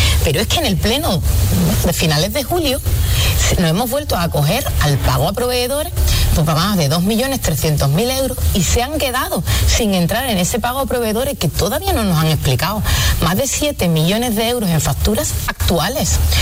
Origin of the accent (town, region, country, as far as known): Arcos de la Frontera, Andalusia, Spain